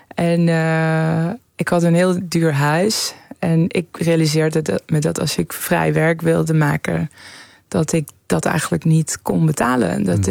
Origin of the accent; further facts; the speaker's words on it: Tehran, Tehran Province, Iran; also born or lived in Enschede / Amsterdam; now in Netherlands; wij waren daar naar Nederland gekomen. Ik kwam uit een grote stad. Ik ben opgegroeid in Teheran.